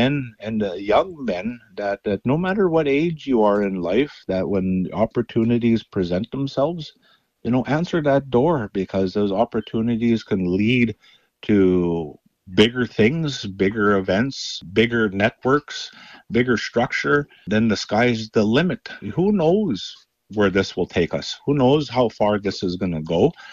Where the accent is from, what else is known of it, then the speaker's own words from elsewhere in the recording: Canada; I'm originally from Fly and Dust First Nation